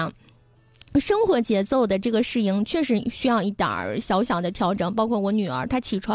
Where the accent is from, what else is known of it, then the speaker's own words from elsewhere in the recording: Northeast China, China; moved away; 我们东北人讲究叫出门饺子回门面